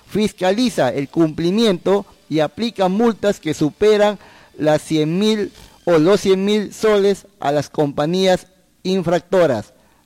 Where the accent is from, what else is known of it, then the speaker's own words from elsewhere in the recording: La Rioja, Spain; manchando una imagen que todos nosotros como riojanos queremos constru